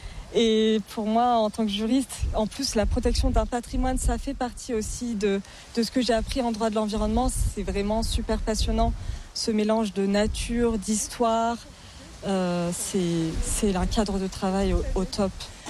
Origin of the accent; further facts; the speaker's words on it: Guilherand-Granges, Auvergne-Rhône-Alpes, France; born there; Ouais, je suis née à Guillaume-Grange.